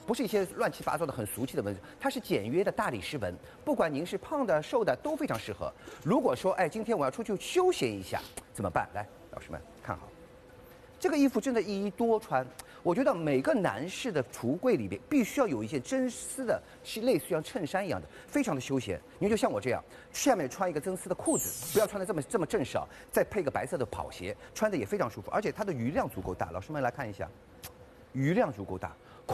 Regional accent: Shanghai, China

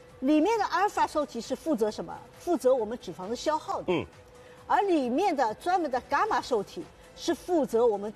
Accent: China; 我们中国人

